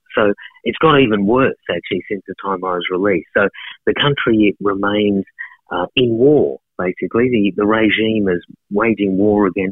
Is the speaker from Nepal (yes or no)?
no; Sydney, New South Wales, Australia; when I arrived in Australia in Melbourne, but I'm from Sydney